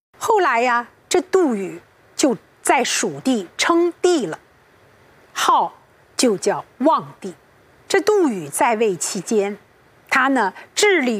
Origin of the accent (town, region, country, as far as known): China